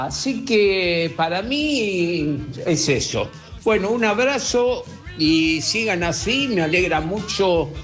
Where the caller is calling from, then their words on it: Buenos Aires, Argentina; de Caballito 477.